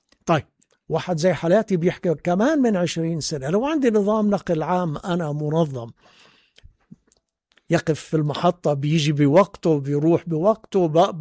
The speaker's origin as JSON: {"language": "Arabic", "country": "Jordan", "said": "إحنا شعب أردني واعي وفي وصادق"}